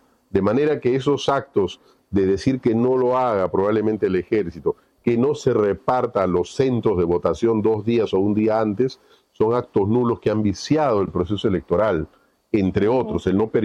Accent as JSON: {"language": "Spanish", "country": "Peru", "said": "Correcto, esperemos que esto se corrija y que para la segunda vuelta, que como peruanos opino, y para las elecciones municipales y regionales, haya una mayor transparencia"}